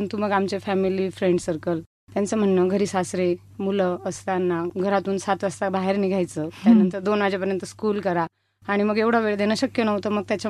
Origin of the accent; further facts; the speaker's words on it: Wajirkhed, Maharashtra, India; moved away as an adult; now in Malegaon, India; मी मूळची मालेगाव पासून 6 किलोमीटरवर माझं माहेरी वजीरखेड म्हणून.